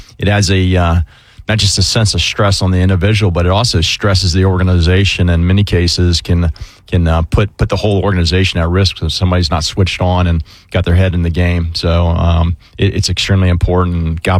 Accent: Orange Park, Florida, United States; I grew up in Orange Park. I moved here when I was three, and I went to Orange Park High

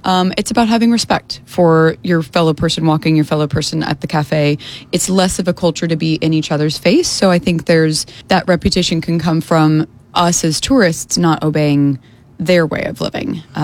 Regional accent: United States; moved away; as an American who's lived abroad for many years, the reactions have always changed.

